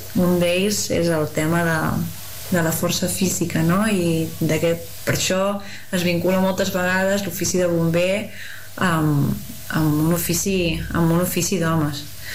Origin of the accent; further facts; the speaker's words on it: Castelló d'Empúries, Catalonia, Spain; moved away as an adult; now in Alt Urgell, Spain; soc de Castellà d'Empúries i soc bombera de la Generalitat de Catalunya.